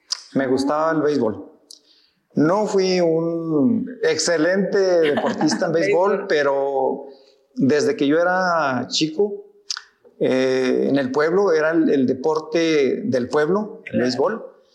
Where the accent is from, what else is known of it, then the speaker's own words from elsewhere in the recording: Colonia Óscar Soto Máynez, Chihuahua, Mexico; yo vengo de una familia de escasos recursos económicos y yo había logrado una beca para, estando en la secundaria aquí en Colonia Oscar Soto Maynez, en mi pueblo natal